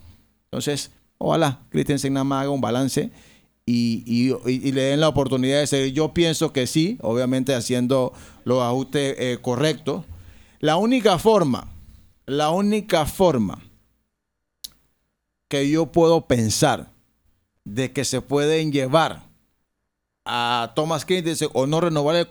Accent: Panama; yo soy panameño 100%

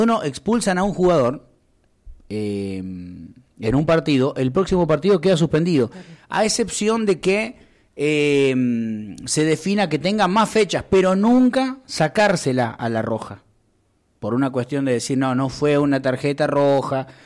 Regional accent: Argentina; nosotros como argentinos

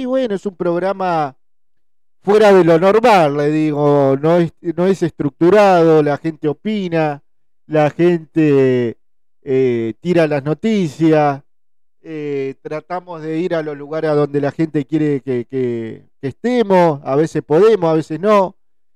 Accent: Buenos Aires, Argentina; also born or lived in Concepción del Uruguay, Entre Ríos; now in Diamante, Argentina; viví mucho tiempo en Concepción del Uruguay. En realidad yo soy de Buenos Aires, pero viví un tiempo en Concepción y en otros lugares de la provincia.

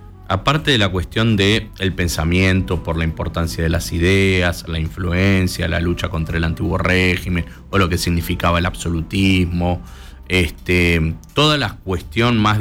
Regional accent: Argentina; con nuestra identidad argentina

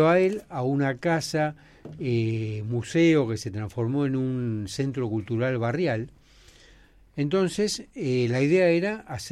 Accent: Argentina

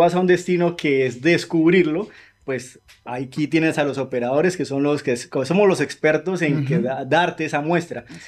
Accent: Colombia; como colombiano que soy

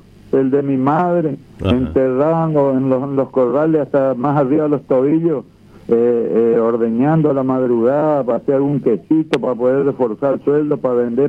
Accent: Estancia Grande, Chaco, Argentina; now in González Catán, Argentina; Yo me crié en Estancia Grande, en el Chaco, y nosotros éramos 5 hermanos varones y 3 mujeres.

